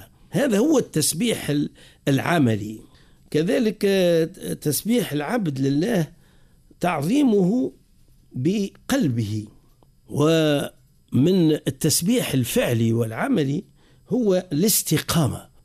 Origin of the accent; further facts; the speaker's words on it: Tunisia; احنا عندنا في تونس